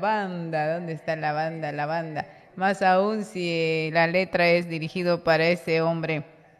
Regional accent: Oruro, Bolivia; ¿Será porque soy orureña?

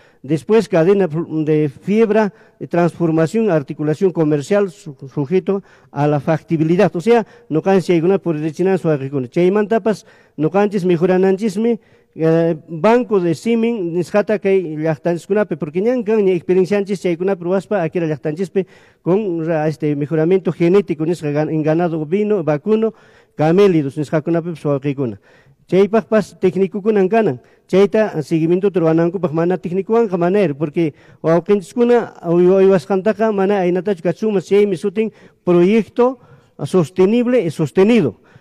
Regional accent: Haquira district, Apurímac, Peru; también soy del distrito de Akira, donde estamos.

